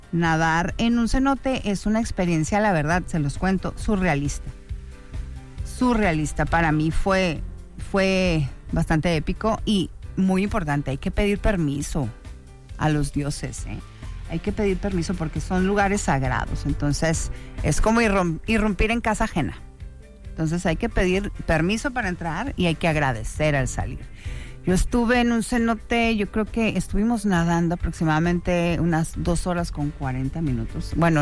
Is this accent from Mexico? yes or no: yes; Mexico